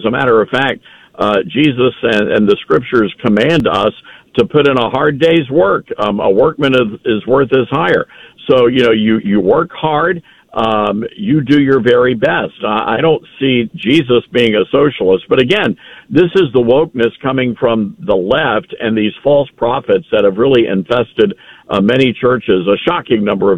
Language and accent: English; Memphis, Tennessee, United States; even in my hometown of Memphis, Tennessee